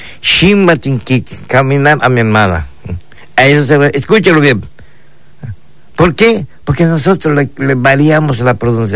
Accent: Yucatán Peninsula, Mexico; nosotros somos de aquí de la península de Yucatán, somos mayeros 100%

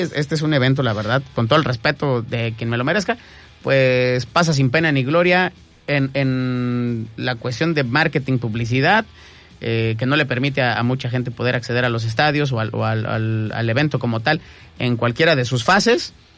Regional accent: Mexico

